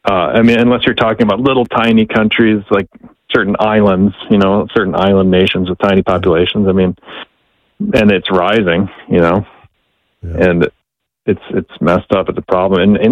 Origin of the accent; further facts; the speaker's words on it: Minnesota, United States; because in Minnesota, they don't farm a lot of wheat. I grew up in Minnesota.